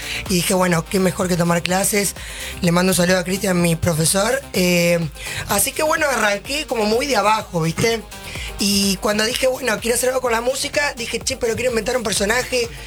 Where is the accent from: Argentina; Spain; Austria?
Argentina; Entre Ríos; Bueno, soy entrerri